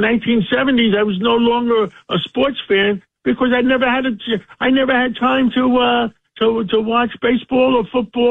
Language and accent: English; Harlem, New York, United States; And being from the poor side of town, growing up in Harlem, the one thing that did impress me about being up there, the grass was so green.